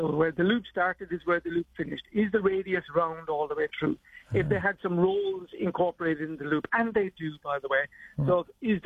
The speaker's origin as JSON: {"language": "English", "country": "Ireland", "tie": "born or raised there", "said": "For me, my story is that I grew up in Ireland, in case you haven't picked it. I grew up in Ireland."}